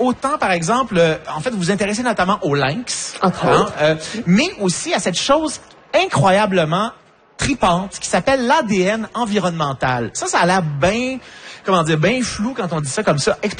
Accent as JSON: {"language": "French", "town": "Montreal", "region": "Quebec", "country": "Canada", "said": "Parce que quand on vient de Montréal, pour nous, c'est comme pas mal la limite"}